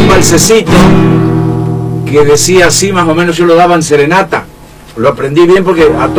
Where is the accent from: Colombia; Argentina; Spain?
Argentina; Enrique Carbó, Entre Ríos; soy de Enrique Carbó, departamento Gualeguaychú, provincia de Entre Ríos. Estoy cerquita, a 10 kilómetros de Gualeguay.